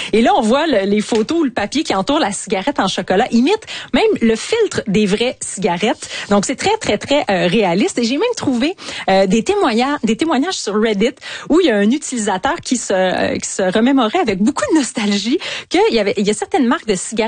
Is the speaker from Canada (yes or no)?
yes; Canada; chez nous au Canada